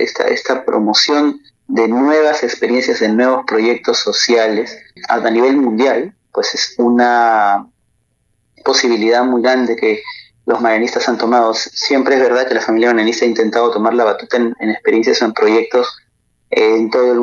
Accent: Callao, Peru; un colegio emblemático y muy reconocido en el Callao, el lugar de donde vengo, ¿no? Yo recuerdo de niño cuando yo estudiaba en un colegio estatal

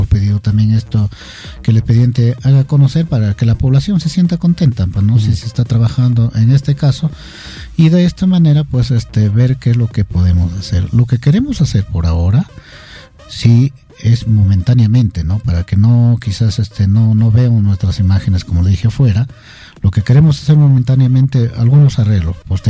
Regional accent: San Ignacio, Cajamarca, Peru; Yo estoy llamando a la cordura a mi pueblo de San Ignacio

